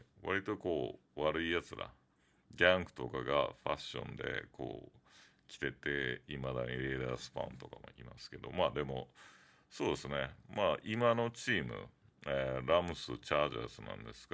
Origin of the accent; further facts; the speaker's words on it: Okinawa, Japan; now in Los Angeles, United States; やっぱ沖縄出身だから